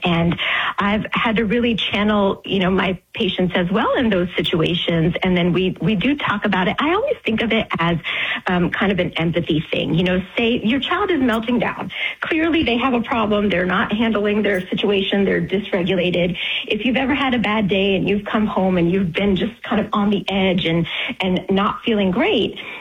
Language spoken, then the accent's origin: English; Tennessee, United States; I remember growing up in Tennessee in my elementary school.